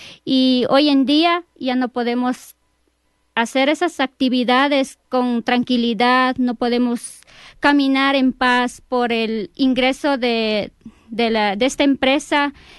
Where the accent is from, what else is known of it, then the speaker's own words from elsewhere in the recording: Carlos Julio Arosemena Tola, Napo, Ecuador; Yo vengo desde la provincia de Napo, ubicado en Cantón Julio Arosemena Tola.